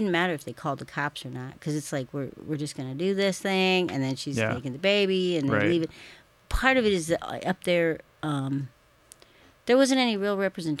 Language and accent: English; Yukon, Canada; born there; No, I was born in the Yukon, British Columbia.